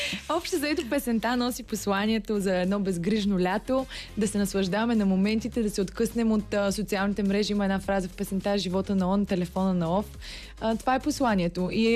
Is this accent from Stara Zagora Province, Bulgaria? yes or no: no; Ruse, Ruse Province, Bulgaria; born there; При положение, че съм родена в Русе, по-близо до Румъния